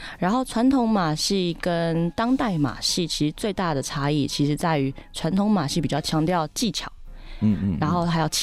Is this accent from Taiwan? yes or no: yes; Taiwan